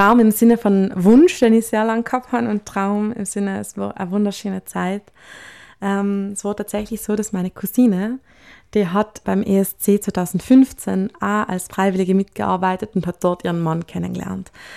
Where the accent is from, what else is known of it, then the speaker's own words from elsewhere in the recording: Trentino-Alto Adige, Italy; now in Vienna, Austria; jetzt nach Wien gegangen bin. Und haben auch ein paar ganz interessante Gespräche gehabt, wie das als Südtirolerin dann so ist.